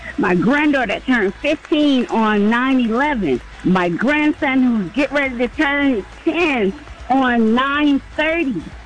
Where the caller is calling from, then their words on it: Durham, North Carolina, United States; Blessings from Durham, North Carolina.